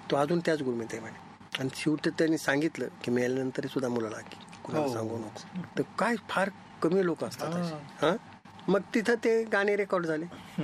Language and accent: Marathi; Pune, Maharashtra, India; नंतर मग एक सिनेमा आला माझ्याकडे पुण्यातला, माझं माहेर.